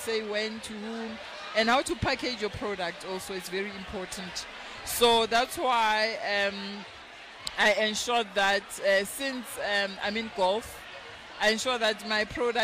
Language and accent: English; South Africa